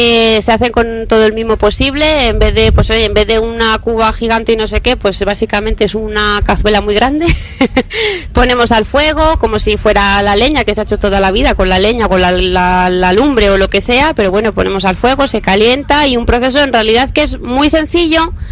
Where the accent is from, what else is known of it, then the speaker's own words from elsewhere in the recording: Canicosa de la Sierra, Castile and León, Spain; moved away as an adult; also born or lived in France (Pyrenees); Bueno, especial para mí, que soy de allí. Y además, y bueno, volver al pueblo después de 12 años por ahí dando vueltas